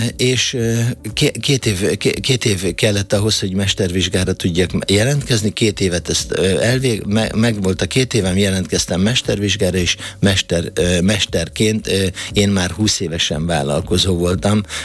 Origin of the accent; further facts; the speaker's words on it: Jászkarajenő, Pest, Hungary; ez nagyon vidék arra, ahol én születtem, ugye én Jászkar Jenőn születtem